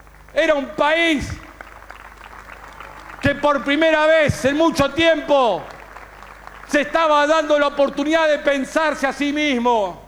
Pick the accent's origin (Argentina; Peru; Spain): Argentina; Somos gente grande los argentinos y argentinas.